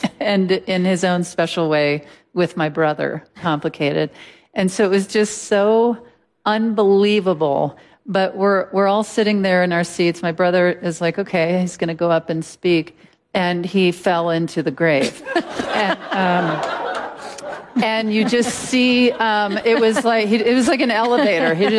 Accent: Mississippi, United States; moved away; When my stepfather passed away, we were burying him in Mississippi, in my hometown

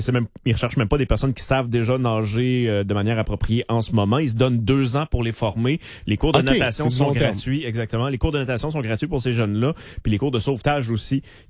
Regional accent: Nicolet, Quebec, Canada; moved away; j'ai grandi à Nicolette, là, comme j'ai dit.

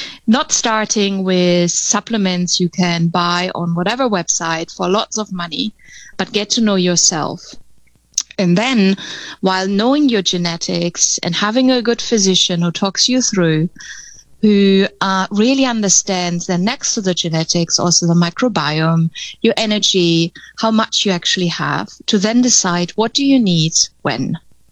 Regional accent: Germany; English is a second language; now in Netherlands

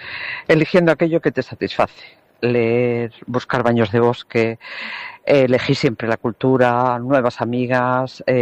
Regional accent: Cantabria, Spain; now in Seville, Spain; Soy cántabra en Sevilla.

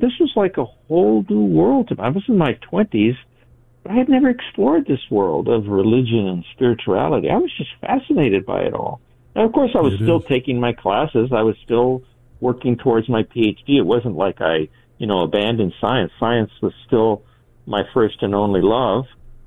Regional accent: Los Angeles, California, United States; I grew up in East L.A. listening about the Bible this, Bible that.

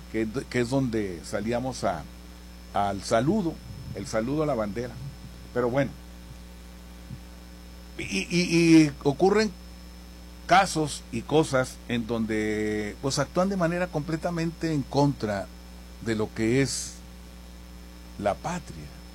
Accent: Mexico; esa convicción de que somos mexicanos y esa situación de amor a la patria

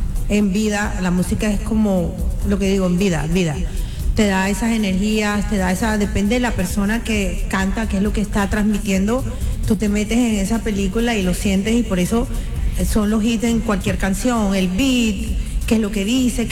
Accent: Colombia; yo que soy colombiana te lo voy a decir así bien claro

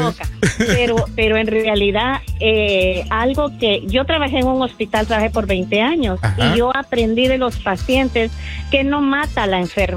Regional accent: La Gomera, Escuintla, Guatemala

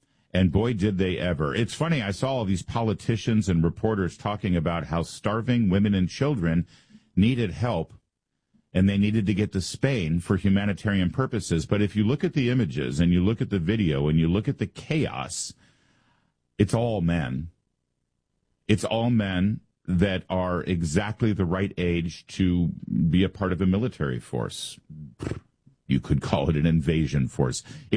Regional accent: United States; I'm an American.

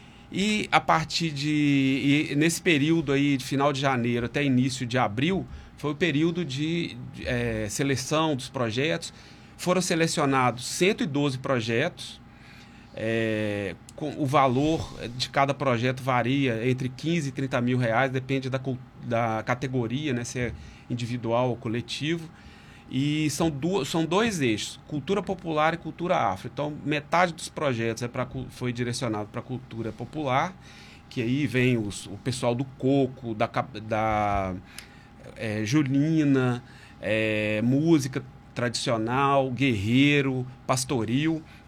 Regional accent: Minas Gerais, Brazil; now in Maceió, Brazil; eu sou de Minas Gerais.

